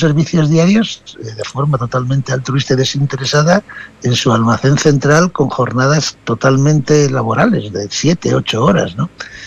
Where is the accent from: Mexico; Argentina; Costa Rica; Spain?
Spain; Oviedo, Asturias; para los que vivimos en Oviedo, somos de Oviedo